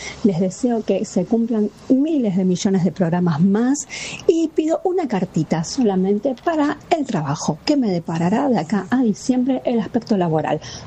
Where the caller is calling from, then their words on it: Buenos Aires, Argentina; de Almagro.